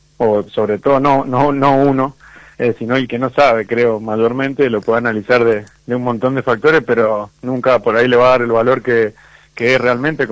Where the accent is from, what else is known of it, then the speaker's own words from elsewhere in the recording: Argentina; siendo de nuestro país